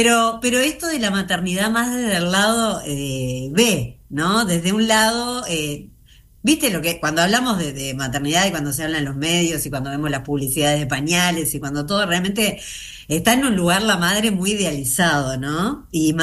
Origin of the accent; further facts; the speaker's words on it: Uruguay; soy una actriz uruguaya